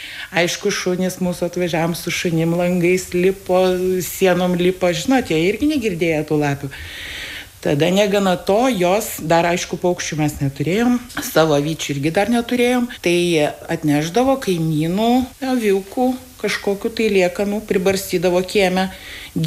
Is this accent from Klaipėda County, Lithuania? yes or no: no; Kaunas, Kaunas County, Lithuania; moved away as an adult; now in Zarasai District, Lithuania; aš esu pati kaunietė.